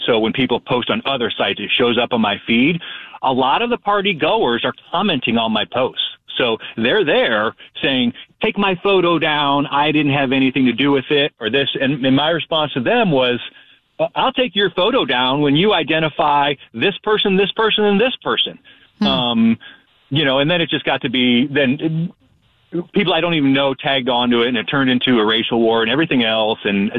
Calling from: Peoria, Illinois, United States; No, I'm from Peoria, Illinois.

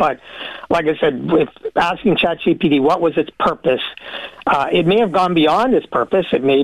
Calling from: Richmond, British Columbia, Canada; as a Canadian

